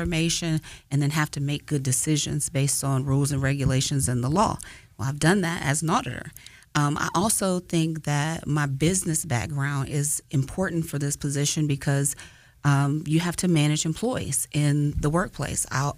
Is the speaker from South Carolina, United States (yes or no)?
no; Maryland, United States; moved away as an adult; also born or lived in Washington, D.C. / Alabama; now in Huntsville, United States; So I grew up in Maryland. My mother and my father are both natives of Alabama.